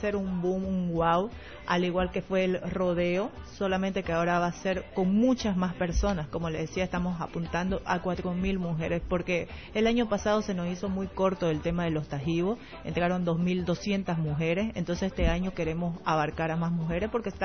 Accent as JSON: {"language": "Spanish", "town": "Camiri", "region": "Santa Cruz", "country": "Bolivia", "said": "de Camiri, como soy yo, del Chaco cruceño."}